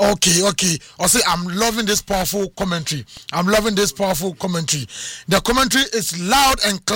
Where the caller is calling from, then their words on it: Amasaman, Greater Accra, Ghana; I'm listening live from Amasamai.